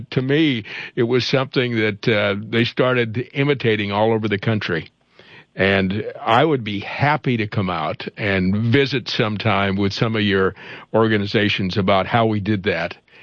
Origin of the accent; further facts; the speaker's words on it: Iowa, United States; I said, I grew up in one in Iowa.